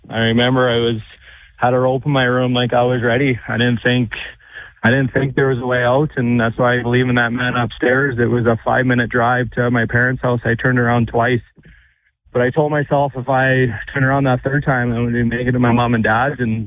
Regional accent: Kindersley, Saskatchewan, Canada; I was fortunate enough to be the captain for my hometown Kindersley Clippers.

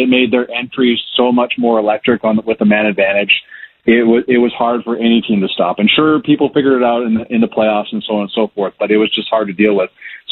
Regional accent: Canada; Like, I got caught, like, even as a Canadian, I'm like, okay, this is great.

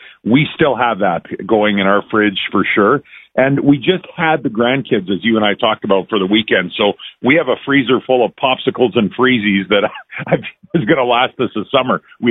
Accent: Abernethy, Saskatchewan, Canada; born there

